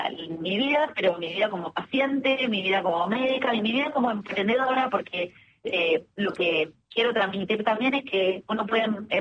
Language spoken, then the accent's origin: Spanish; Mar del Plata, Buenos Aires Province, Argentina; Yo soy de Mar del Plata